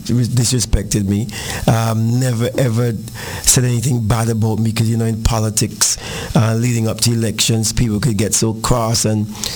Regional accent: English Harbour, Saint Paul, Antigua & Barbuda; we're from the English Harbour area

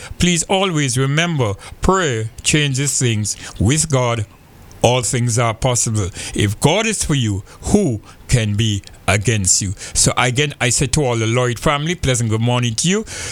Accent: Antigua & Barbuda; moved away; I love my hometown, as I do often tell people that, you know, Antigua will always be my hometown for life.

